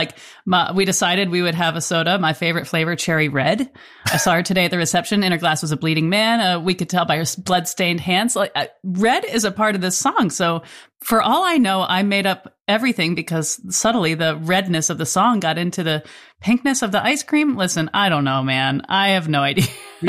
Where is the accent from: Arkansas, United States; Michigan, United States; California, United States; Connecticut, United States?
Connecticut, United States; Farmington; I grew up in Farmington, Connecticut, and it was a nice place to be.